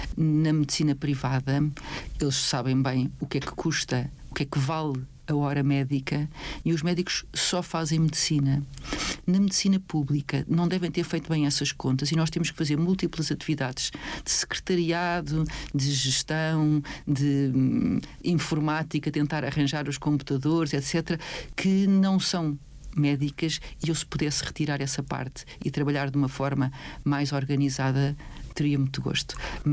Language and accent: Portuguese; Lisbon, Portugal; moved away as an adult; now in Sesimbra, Portugal; eu fui nascida e criada em Lisboa, mesmo no centro, na zona do Rato, do Largo do Rato.